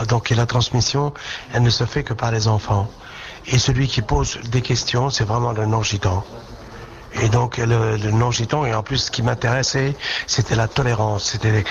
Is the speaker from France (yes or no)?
yes; France; je suis français, j'habite en France, et la France c'est mon pays